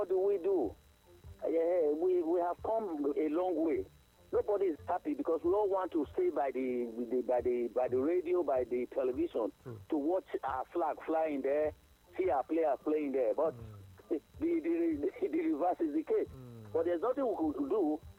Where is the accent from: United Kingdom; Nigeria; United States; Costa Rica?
Nigeria; I as a Nigerian